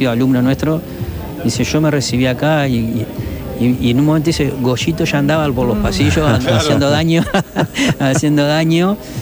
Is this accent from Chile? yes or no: no; Concepción del Uruguay, Entre Ríos, Argentina; also born or lived in Villaguay; Y yo llegué de Villaguay en el 2003 a Concepción. Yo soy de acá